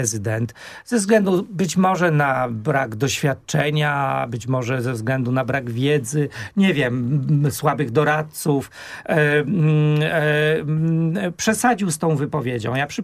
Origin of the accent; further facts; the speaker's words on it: Ustrzyki Dolne, Subcarpathian Voivodeship, Poland; moved away; ja się wychowałem w regionie, który był dotknięty przez działalność band UPA. Chodziłem do szkoły w Ustrzykach Dolnych, także z Ukraińcami.